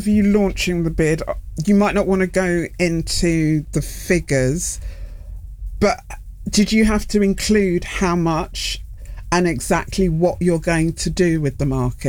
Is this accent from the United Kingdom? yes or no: yes; London, United Kingdom; I'm from North London